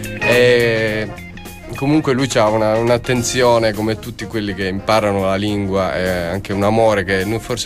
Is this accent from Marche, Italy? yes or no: no; Sardinia, Italy; Io vengo dalla Sardegna, quindi sì, insomma, non mi capivano appena arrivato.